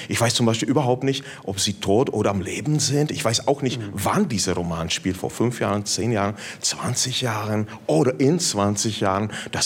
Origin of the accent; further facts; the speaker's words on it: northeastern Bohemia, Czechia; Also als Tscheche, ich komme eben aus Nordostböhmen, dann spreche ich natürlich ja nicht nur Tschechisch und Deutsch, aber auch einigermaßen sehr, sehr gut Polnisch. Dazu noch kommt das Slowakische.